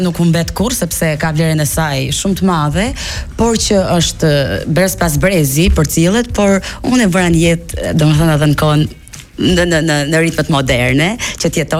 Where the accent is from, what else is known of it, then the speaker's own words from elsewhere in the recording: Mirdita, Lezhë County, Albania; unë jam rritur në Mirëditë.